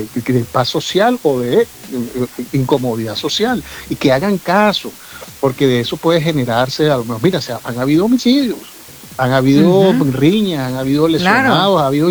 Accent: Venezuela; Yo soy venezolano y me corren sangre venezolana por las venas

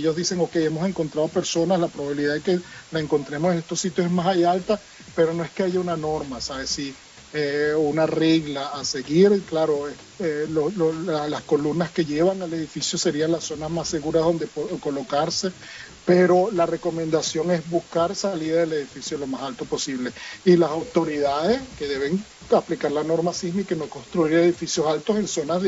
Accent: Venezuela; de mi infancia en Venezuela, en los colegios sí se realizaban prácticas de evacuación

